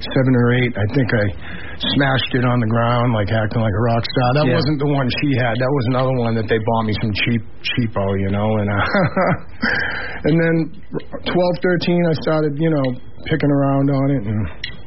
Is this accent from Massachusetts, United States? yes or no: yes; Quincy, Massachusetts, United States; born there; I was born in Quincy, Massachusetts.